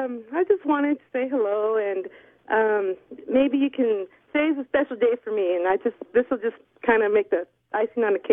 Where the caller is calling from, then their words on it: Arizona, United States; I'm calling from the West Coast, Arizona.